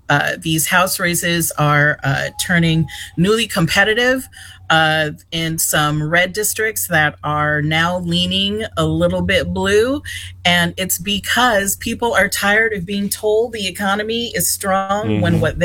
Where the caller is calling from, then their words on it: Oakland, California, United States; I am in Oakland, O-Town.